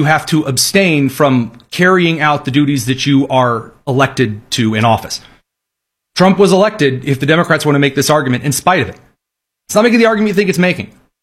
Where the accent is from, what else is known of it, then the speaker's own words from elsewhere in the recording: Indiana, United States; my home state of Indiana.